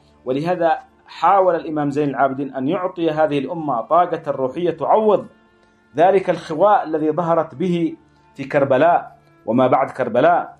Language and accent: Arabic; Yemen; دمائنا نحن كيمنيين